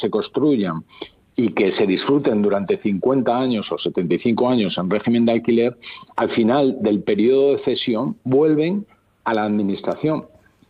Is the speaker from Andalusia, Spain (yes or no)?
no; Community of Madrid, Spain; como muchos madrileños nos tiramos para ir a trabajar, que es una barbaridad.